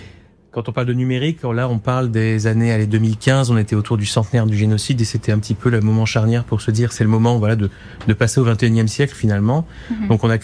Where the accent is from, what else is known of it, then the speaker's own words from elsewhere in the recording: Valence, Auvergne-Rhône-Alpes, France; disons que j'ai un petit peu grandi dans les structures de la communauté arménienne, je suis de Valence à la base.